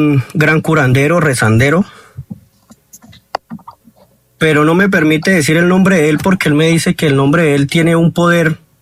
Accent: Bucaramanga, Santander, Colombia; yo soy de aquí, de Bucaramanga.

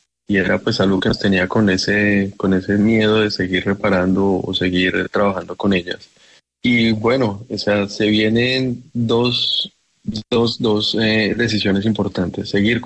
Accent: Colombia; now in Berlin, Germany; Nosotros somos guerreros, el colombiano, el latino en general, latinoamericano.

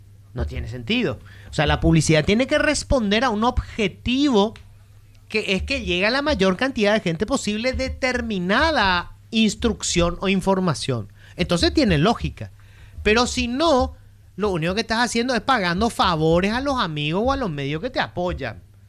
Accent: Paraguay; Somos paraguayos, somos gigantes.

